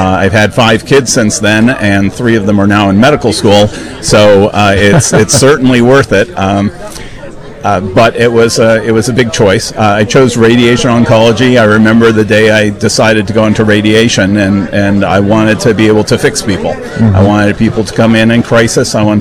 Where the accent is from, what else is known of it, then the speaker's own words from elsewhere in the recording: Boston, Massachusetts, United States; also born or lived in Vermont; So I was born in Boston, but our family farm was in Vermont.